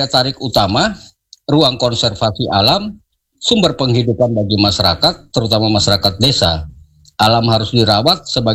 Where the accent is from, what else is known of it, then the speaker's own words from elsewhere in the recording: East Nusa Tenggara, Indonesia; khususnya orang Kabupaten Sika